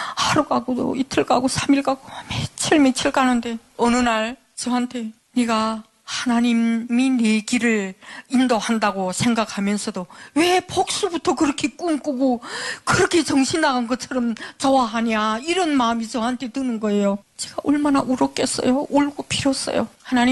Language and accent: Korean; North Korea; moved away as an adult; 너 북한에서 왔냐 그러더라고요. 조선족인 거예요. 그래 그렇다고